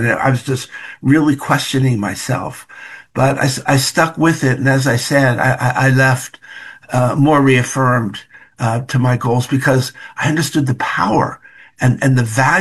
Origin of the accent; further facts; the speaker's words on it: Philadelphia, Pennsylvania, United States; I have the Eagles. I'm from Philly.